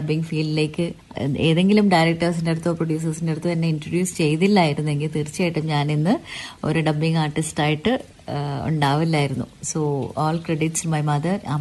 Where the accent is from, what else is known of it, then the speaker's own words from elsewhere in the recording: Kannur, Kerala, India; ഞാനും കണ്ണൂർ എന്ന് പറയുമ്പോൾ ഞാൻ ഇവിടെ ജനിച്ചതായതുകൊണ്ട് എനിക്കും അത് പറയാൻ വലിയ അഭിമാനമാണ്.